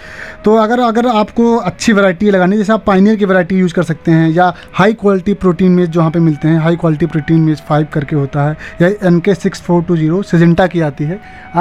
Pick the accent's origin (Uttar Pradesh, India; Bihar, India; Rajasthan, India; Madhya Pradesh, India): Uttar Pradesh, India; जलोढ़ मिट्टी जो हमारे इधर यूपी साइड पाई जाती है